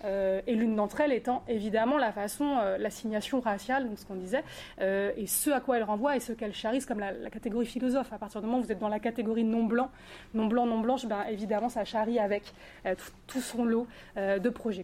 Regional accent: France; born there; je suis née en France, c'est-à-dire j'ai pas eu d'adoption transnationale dans un autre pays, etc. Mais en tout cas transraciale parce que j'étais adoptée dans une famille blanche.

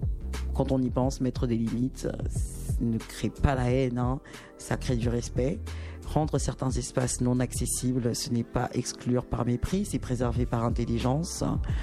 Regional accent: France; chez nous en France

